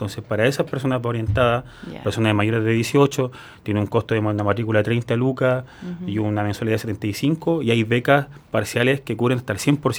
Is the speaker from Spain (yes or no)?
no; Los Álamos, Biobío, Chile; also born or lived in Lebu; yo soy de Los Álamos y pasé parte de mi adolescencia en Lebu.